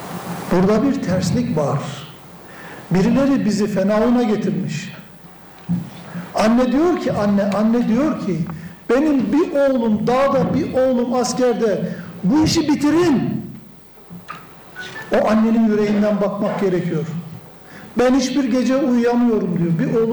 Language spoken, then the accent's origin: Turkish; Trabzon, Turkey; Trabzon'da, benim milletvekili olduğum, benim memleketim, yani Trabzonspor'un memleketi diyeyim bir de, Trabzonspor'un şehrinde